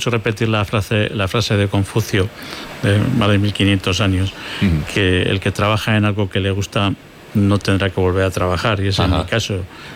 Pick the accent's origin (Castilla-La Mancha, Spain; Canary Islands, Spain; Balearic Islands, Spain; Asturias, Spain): Castilla-La Mancha, Spain; Alcázar de San Juan